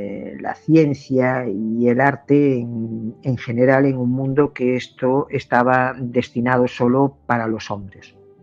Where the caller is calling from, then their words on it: Ferrol, Galicia, Spain; del Club de Lectura de La Señor de Ferrol